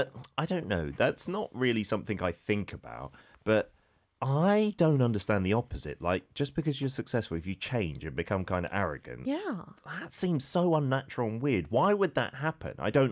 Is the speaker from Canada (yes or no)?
no; United Kingdom; moved away; I'm a British gentleman.